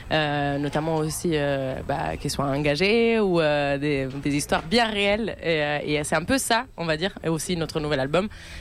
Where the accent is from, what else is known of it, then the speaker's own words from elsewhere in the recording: Perugia, Umbria, Italy; French is a second language; À la base, c'est un vrai lieu qui existe en Italie, d'ailleurs à côté de chez moi, à Perugia, au centre de l'Italie.